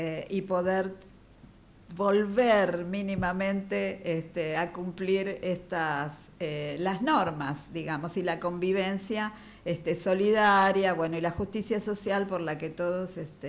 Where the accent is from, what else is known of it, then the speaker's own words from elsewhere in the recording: Buenos Aires, Argentina; como ciudadana porteña de Buenos Aires, me ha llegado la comunicación